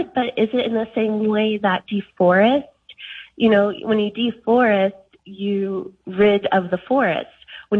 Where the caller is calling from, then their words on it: Concord, North Carolina, United States; I'm from Concord, North Carolina